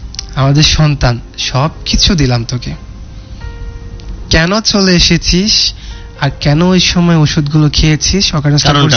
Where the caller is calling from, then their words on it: Bangladesh